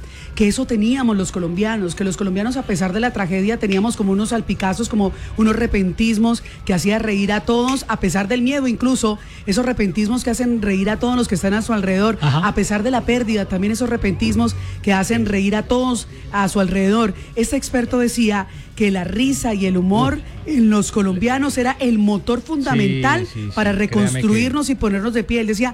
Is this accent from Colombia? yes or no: yes; Colombia; Somos tan berracos que aquí a todo le ponemos gracia, a todo, así somos los colombianos.